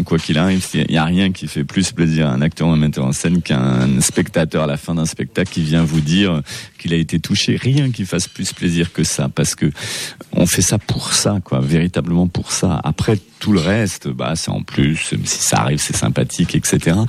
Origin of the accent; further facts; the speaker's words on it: Avignon, Provence-Alpes-Côte d'Azur, France; born there; Oui, je suis né dans le Hof, à Avignon.